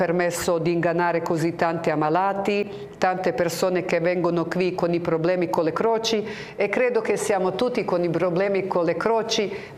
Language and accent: Italian; Federation of Bosnia and Herzegovina, Bosnia & Herzegovina; Italian is a second language; io ero l'unica lì nel villaggio che potevo tradurre